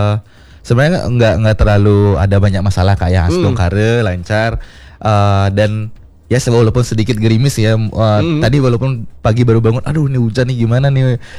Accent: Klungkung, Bali, Indonesia; Tim kami itu berada di Batu Bulan, tapi kalau untuk aku sendiri itu dari Klungkung, Kak.

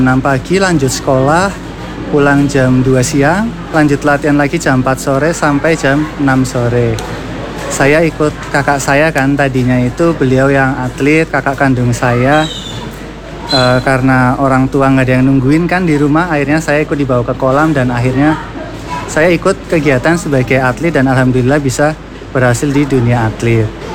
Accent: Banyumas, Central Java, Indonesia; born there; Saya kelahiran Banyumas, 9 Januari tahun 1992. Saya anak kedua dari dua bersaudara.

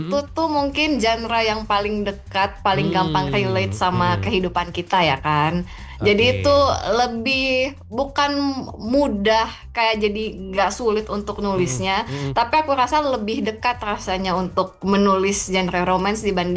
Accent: Bandung, West Java, Indonesia; Asli Bandung, lahir Bandung.

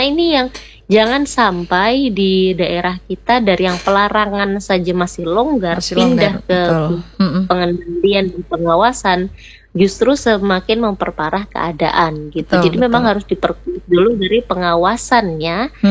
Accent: Manokwari, West Papua, Indonesia; moved away; saya orang Manokwari ya kayak kemarin balik ke Manokwari

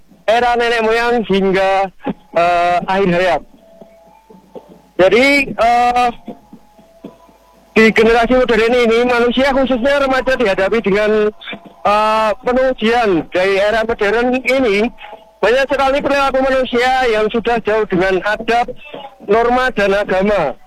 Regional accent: Pleret, Special Region of Yogyakarta, Indonesia; Kami itu berasal dari Dusun Daromo 1, dari kabilah nomor 9 dari Dusun Daromo 1, Segeroso, Pleret Bantul.

